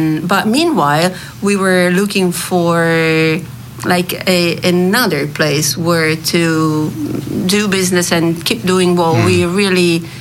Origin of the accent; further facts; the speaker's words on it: Milan, Lombardy, Italy; English is a second language; moved away as an adult; also born or lived in United States; now in Crete, Greece; So we are originally from Milano. And we left Milano about 20 years ago. And we moved to the United States